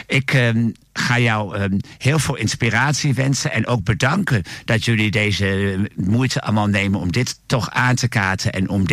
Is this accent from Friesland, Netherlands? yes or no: no; Deventer, Overijssel, Netherlands; En ik kom zelf uit Deventer.